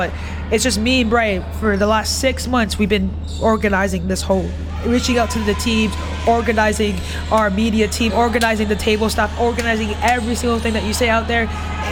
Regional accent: Canada; moved away as an adult; now in United Kingdom; So I'm originally from Canada. My dad is actually from the UK

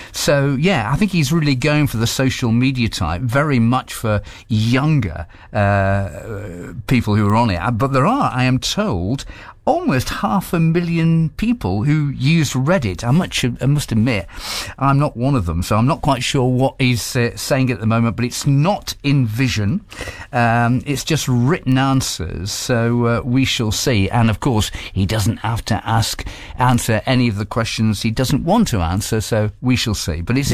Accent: Ashton-in-Makerfield, North West England, United Kingdom; Makerfield, which happens to be my hometown. I was born in Ashton in Makerfield

